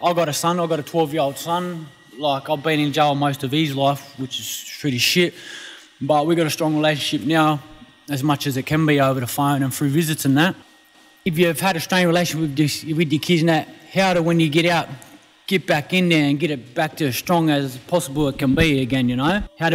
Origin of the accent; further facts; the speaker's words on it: Mount Druitt, New South Wales, Australia; My dad's Kuria, my mum's white. I grew up in Mount Druitt all my life.